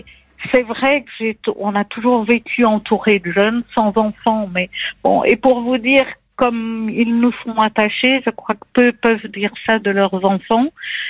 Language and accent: French; Belgium; Alors, notre parcours est un peu particulier dans le sens que nous sommes belges.